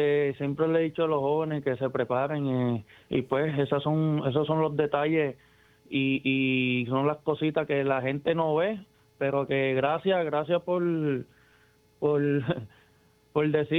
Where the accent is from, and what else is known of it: Puerto Rico